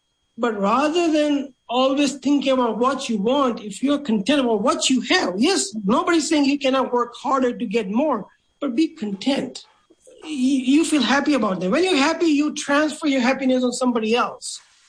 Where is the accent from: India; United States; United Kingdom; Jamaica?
India; when we are growing up in India